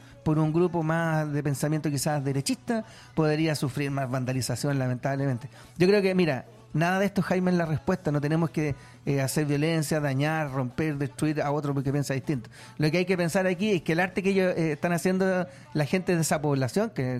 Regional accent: Santiago, Santiago Metropolitan Region, Chile; born there; yo nací en San Miguel, San Michael.

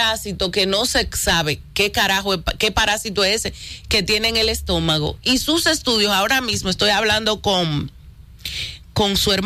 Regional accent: Dominican Republic; Así es como somos nosotros los dominicanos.

